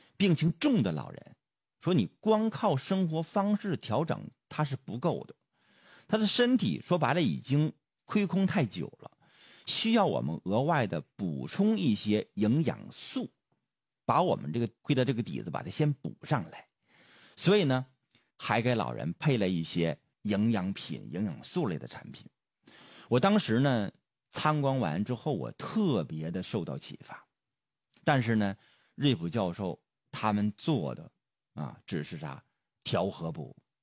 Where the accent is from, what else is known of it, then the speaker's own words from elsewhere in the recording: China; 我们中国人